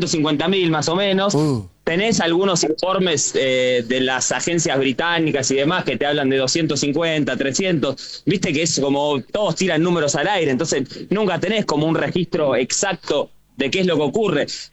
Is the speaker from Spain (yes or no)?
no; Argentina; cuando le decís que sos argentino